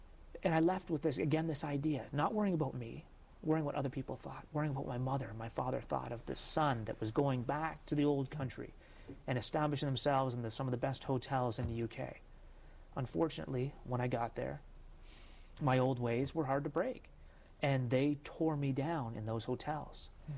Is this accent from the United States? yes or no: no; Canada; As a Canadian, we played road hockey nonstop.